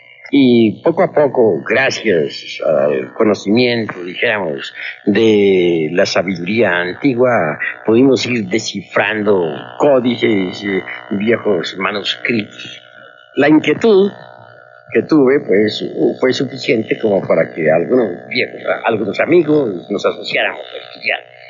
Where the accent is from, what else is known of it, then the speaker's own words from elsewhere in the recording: Mexico; Desde México estamos dirigiendo esta corriente. Todos nosotros somos mexicanos.